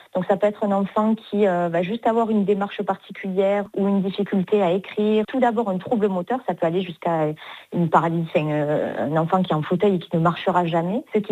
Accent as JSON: {"language": "French", "town": "Sète", "region": "Occitanie", "country": "France", "tie": "born or raised there", "also_born_or_lived": "Béziers / Florensac", "moved": "yes", "lives_now": "Toulouse, France", "said": "moi, je suis née à Béziers. J'ai grandi ensuite à Florensac et ensuite à Sète. Aujourd'hui, je vis à Toulouse avec mes deux enfants et mon mari."}